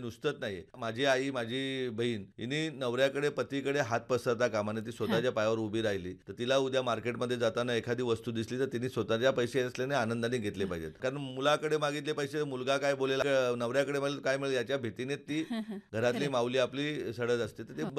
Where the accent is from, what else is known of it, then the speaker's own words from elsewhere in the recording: Jawhar, Maharashtra, India; जव्हार तालुक्यामध्येच आम्ही राहत होतो.